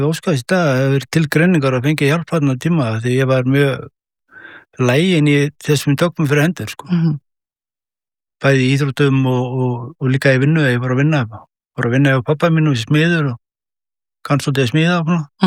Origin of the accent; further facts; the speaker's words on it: Hveragerði, Southern Region, Iceland; Ég frá Hveragerði, uppalið þar, Hveragerðingur. Og bjó mína skólagöngu í Hveragerði